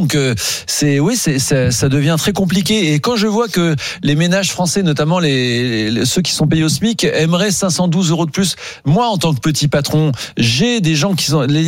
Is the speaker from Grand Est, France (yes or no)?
yes; Grand Est, France